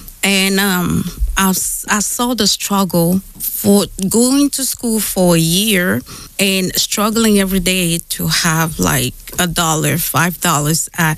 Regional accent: Cameroon; moved away as an adult; now in United States; Originally from Cameroon, Central Africa.

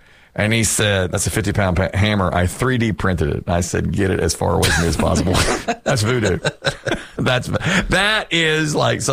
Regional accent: Asheboro, North Carolina, United States; I'm from Asheboro.

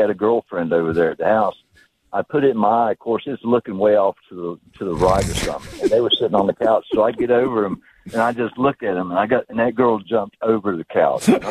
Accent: Sanford, United States

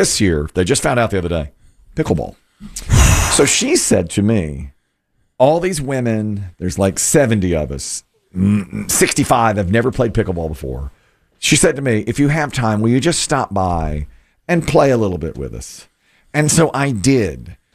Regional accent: Asheboro, North Carolina, United States; I'm from Asheboro.

